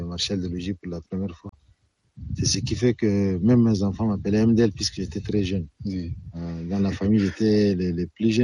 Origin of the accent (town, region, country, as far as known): Chad